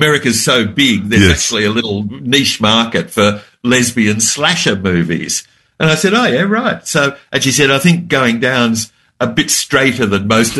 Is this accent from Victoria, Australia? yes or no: yes; Melbourne, Victoria, Australia; And I grew up in Thornbury